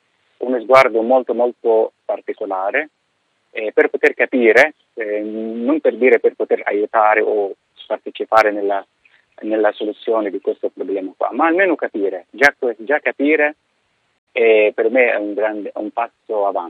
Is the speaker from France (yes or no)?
no; Egypt; Italian is a second language; non perché sono egiziano, perché non perché io sono egiziano, ma perché veramente il numero più alto dei ragazzi viene proprio dall'Egitto.